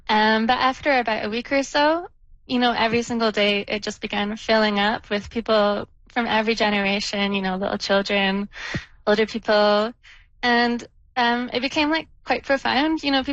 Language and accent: English; United Kingdom; I'm British and I see all the golden syrup and funny cordials and everything else, you know, for myself and, you know, my brethren who are missing home.